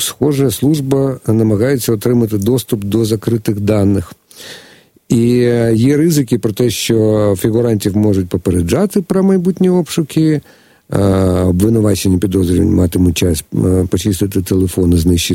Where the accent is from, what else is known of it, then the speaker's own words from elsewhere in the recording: Kyiv, Ukraine; Я як киянин